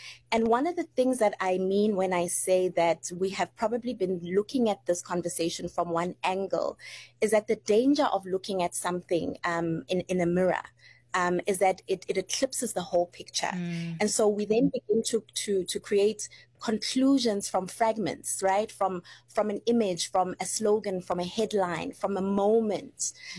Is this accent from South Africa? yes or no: yes; South Africa; as a South African